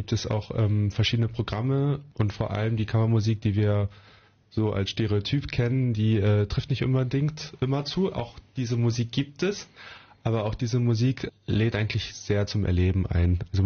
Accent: Varel, Lower Saxony, Germany; Ich bin tatsächlich nicht ganz gebürtiger Fareler. Ich bin als 2-Jähriger dazugezogen

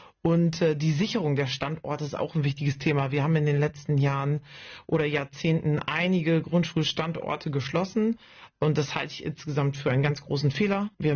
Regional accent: Varel, Lower Saxony, Germany; Ich bin 40 Jahre alt, verheiratet. Ich habe zwei Kinder. Ich komme aus Farel. Da bin ich geboren und aufgewachsen.

